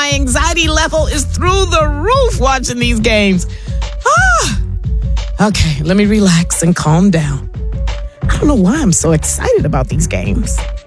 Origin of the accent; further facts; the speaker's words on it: Chicago, Illinois, United States; now in Birmingham, United States; I'm originally from Chicago, and I'm a Chicago Bulls fan all day.